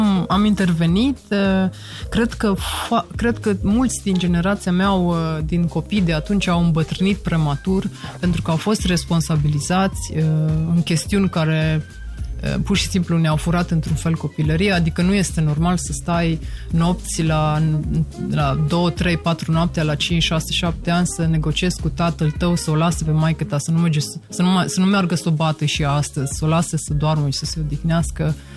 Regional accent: Deva, Hunedoara County, Romania; moved away as an adult; now in Norway; M-am născut chiar în Deva, în 86. Fac parte din celebra generație care a prins tot și comunismul pe final și haosul anilor 90.

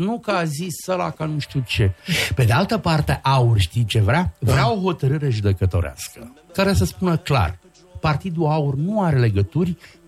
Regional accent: Romania

